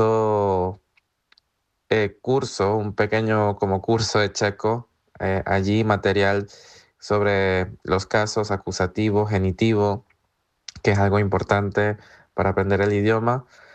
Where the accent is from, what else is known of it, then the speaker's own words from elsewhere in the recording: Venezuela; now in Czechia; Soy originario de Venezuela. Comencé a seguir porque mi abuela era checa y quería de cierta manera estar más al tanto sobre lo que estaba pasando acá en el país.